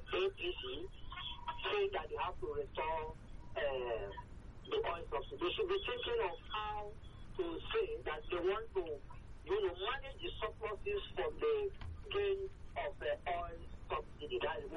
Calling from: Nigeria; I'm calling from Abaraji and Ikoto.

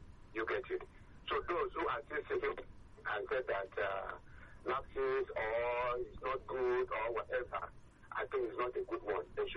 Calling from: Nigeria; I'm calling from Bagada.

